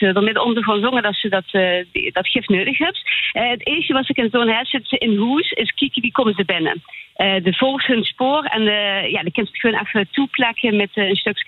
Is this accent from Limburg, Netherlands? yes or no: yes; Sittard, Limburg, Netherlands; Ik kom uit Zittert. Ik ben opgegroeid in Zittert, ja.